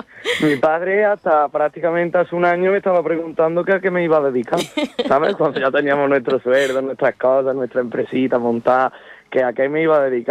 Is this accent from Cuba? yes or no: no; El Carpio, Andalusia, Spain; nosotros somos de la España rural, como dicen algunos, ¿no? Nosotros somos del Carpio, un pueblecito pequeño de 4.000 habitantes, y no nos vamos a mover de aquí.